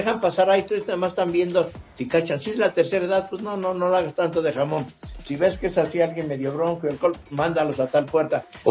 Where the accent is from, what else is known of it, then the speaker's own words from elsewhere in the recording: Atlacomulco, State of Mexico, Mexico; gente de Atlacomulco, de donde soy, donde, tierra de gobernadores, donde el más burro lo hicimos presidente